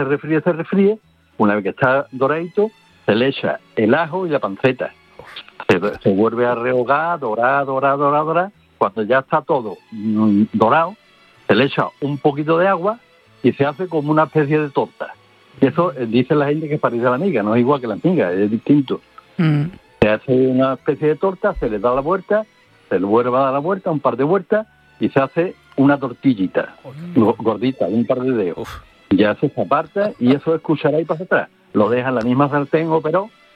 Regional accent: Morón de la Frontera, Andalusia, Spain

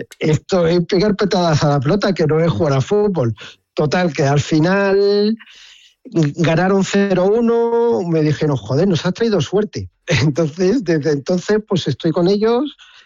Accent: Málaga, Andalusia, Spain; also born or lived in Madrid; Pues mira, nacido en Madrid, malagueño.

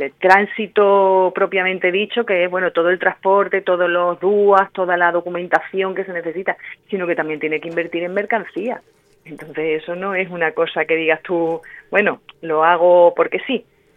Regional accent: Ceuta, Spain; un parking exclusivo para las mercancías de Ceuta, porque somos españoles.

